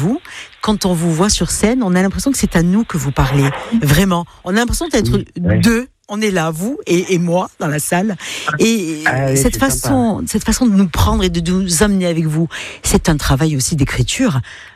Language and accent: French; Corsica, France; C'est quelque chose qui nous fait du bien en tant que Corse, en tant que spectateur.